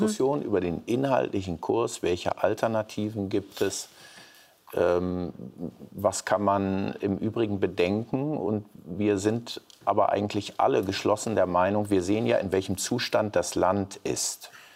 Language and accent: German; Lower Saxony, Germany; ich komme aus Niedersachsen, ich erlebe das an den VW-Standorten